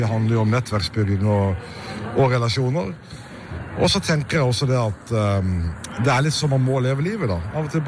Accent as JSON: {"language": "Swedish", "country": "Norway", "said": "själv om jag är norsk"}